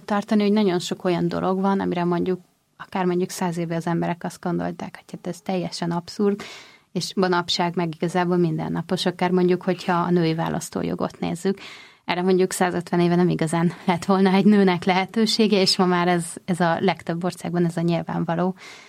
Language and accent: Hungarian; Budapest, Hungary; mert én a Pagony utcában nőttem fel.